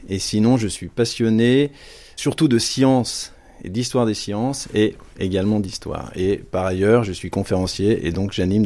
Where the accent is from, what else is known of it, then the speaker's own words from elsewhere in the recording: Auvergne-Rhône-Alpes, France; le Bugey puisque c'est ma région natale.